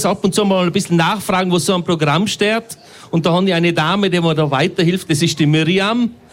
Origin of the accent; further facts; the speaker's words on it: Tyrol, Austria; als Tiroler.